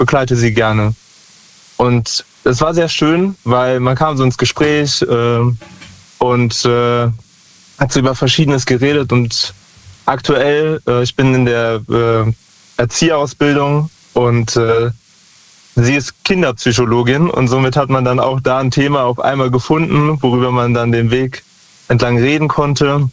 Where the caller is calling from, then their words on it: Lahnstein, Rhineland-Palatinate, Germany; Aus Lahnstein.